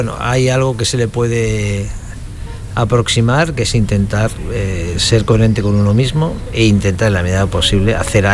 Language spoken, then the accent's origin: Spanish; La Palma del Condado, Andalusia, Spain; la palma del condado siempre estará en mi corazón, obviamente, ¿no? Ahora no vivo en la palma del condado, vivo más en la costa.